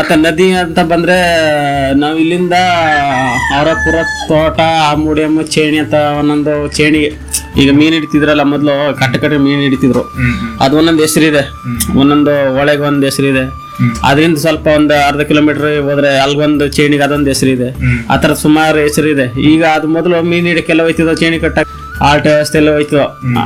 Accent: Karnataka, India; born there; ಈಗ ನಮ್ಮ ಪಕ್ಕದಲ್ಲಿ ಕುಡ್ಗಿ ಇದೆ, ಈಗ ನಮ್ದು ಕುಡ್ಗಿ ಆಡಿ

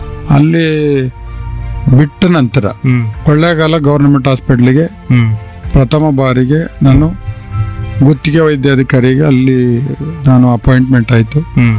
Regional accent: Karnataka, India; also born or lived in Saragur; 6ನೇ ತರಗತಿವರೆಗೂ ನಮ್ಮ ಊರಿನಲ್ಲಿ ನಾವು ಪ್ರೈಮರಿ ಮತ್ತು ಮಿಡ್ಲ್ ಸ್ಕೂಲ್ ಇತ್ತು. 7ನೇ ತರಗತಿಗೆ ಸರಗೂರಿಗೆ ಬಂದು ಸೇರಿದ್ದೆ. 7, 8, 9 ಸರಗೂರಿನಲ್ಲಿ ಓದ್ದಾಯ್ತು.

